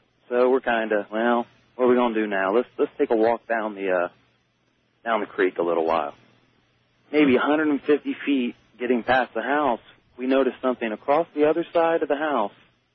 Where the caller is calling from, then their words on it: Canal Winchester, Ohio, United States; I'm from Canal Winchester, Ohio.